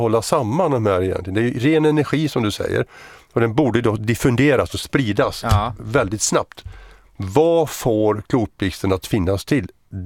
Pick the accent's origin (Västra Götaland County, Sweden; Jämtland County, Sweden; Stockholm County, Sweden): Västra Götaland County, Sweden; Mariestad; born there; Lyrestad, eller Lyrsta som vi säger hemma, jag är född i Mariestad.